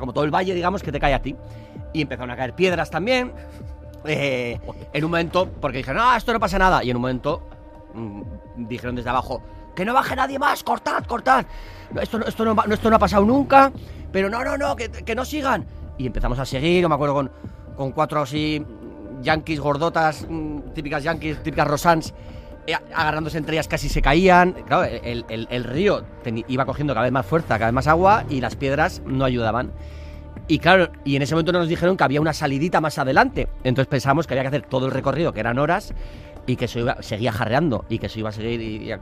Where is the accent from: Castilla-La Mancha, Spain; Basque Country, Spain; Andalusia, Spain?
Basque Country, Spain; San Sebastián